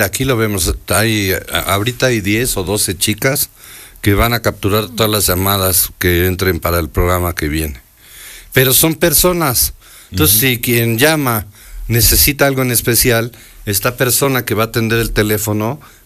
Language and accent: Spanish; Puebla, Mexico; siendo poblano la ves hasta rara, ¿no?